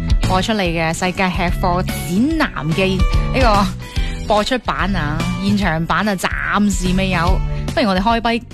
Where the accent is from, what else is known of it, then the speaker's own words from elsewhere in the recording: Guangdong, China; 我哋广东人